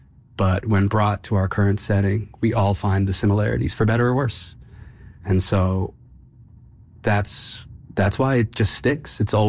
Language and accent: English; Toronto, Ontario, Canada; I grew up in Toronto. I love it. I love everything about it. I love even the subways, even though everyone hates them.